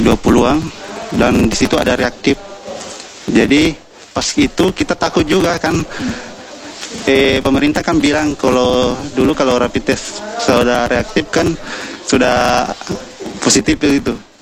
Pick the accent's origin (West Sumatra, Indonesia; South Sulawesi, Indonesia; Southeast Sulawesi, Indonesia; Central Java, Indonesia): South Sulawesi, Indonesia; Makassar; born there; moved away; asal dari Makassar.